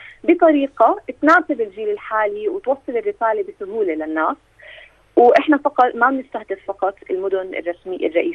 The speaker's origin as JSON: {"language": "Arabic", "country": "Jordan", "said": "لنا كأردنيين وكشباب عربي أيضا"}